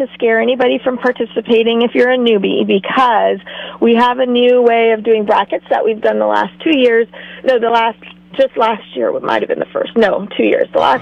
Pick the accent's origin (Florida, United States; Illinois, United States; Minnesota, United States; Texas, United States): Texas, United States; now in Central Coast, California, United States; And I'm from Texas